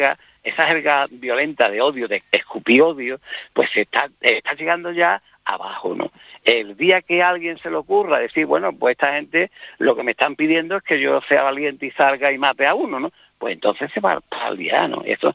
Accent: Spain

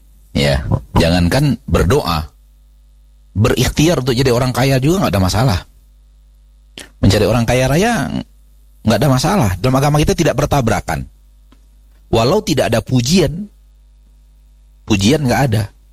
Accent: Sumatra, Indonesia; Dalam bahasa kita orang Sumatera, berdarah-darah.

